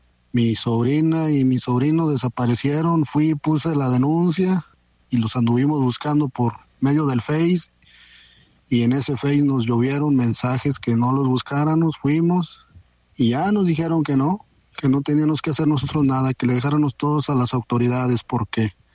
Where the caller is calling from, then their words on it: Zacatecas, Mexico; yo escucho La Mexicana, yo soy de Zacatecas.